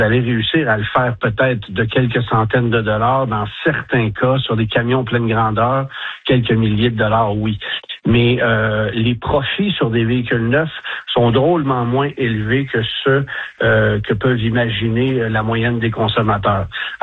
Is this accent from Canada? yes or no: yes; Canada; ce sont les catégories de véhicules les plus populaires chez nous au Canada.